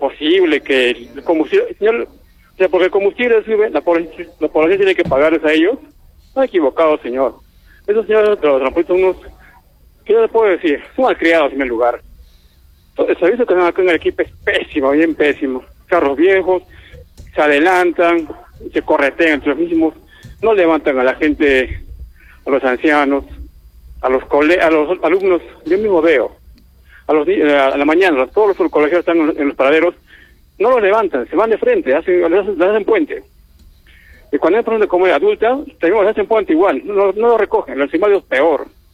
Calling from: Arequipa, Peru; nosotros somos arequipeños.

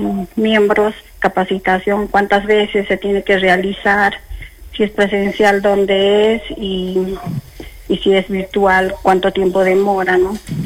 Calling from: Arequipa, Peru; Yo vivo en Alto Selva Alegre, Nueva Villa Ecológica.

